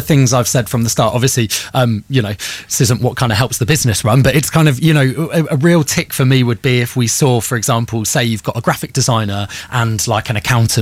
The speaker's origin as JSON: {"language": "English", "town": "Melksham", "region": "South West England", "country": "United Kingdom", "tie": "born or raised there"}